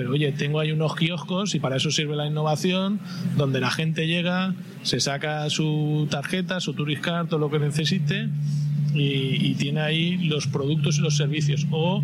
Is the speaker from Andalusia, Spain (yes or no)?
no; Valencia, Valencian Community, Spain; born there; la ciudad, que me encanta porque nací en ella. Muy bueno. Y la amo con todas mis fuerzas, ¿no? Soy valenciano, valencianista, fallero, o sea, lo llevo todo en el pack.